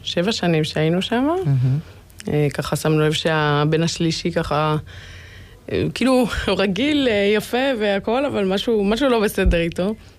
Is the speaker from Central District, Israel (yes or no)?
yes; Kfar Chabad, Central District, Israel; moved away as an adult; also born or lived in Samara, Russia; אני גדלתי בכפר חב"ד, אחרי החתונה יצאנו לשליחות לרוסיה